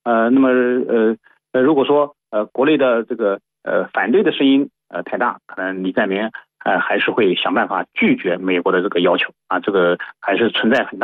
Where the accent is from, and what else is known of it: China